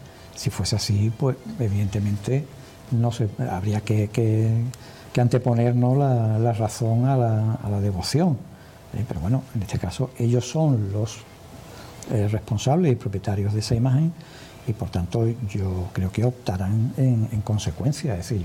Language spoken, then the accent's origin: Spanish; Cádiz, Andalusia, Spain; moved away as an adult; now in Seville, Spain; Llevo muchísimos años aquí en Sevilla. Es decir, me alegro de sentirme también gaditano